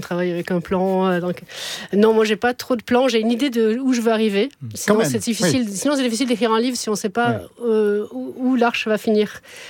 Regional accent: Montpellier, Occitanie, France; born there

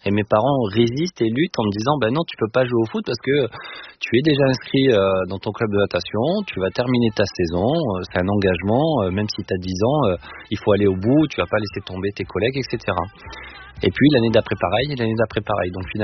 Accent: Aubagne, Provence-Alpes-Côte d'Azur, France; born there; à 10 ans, en fait, quand j'habite à Aubagne

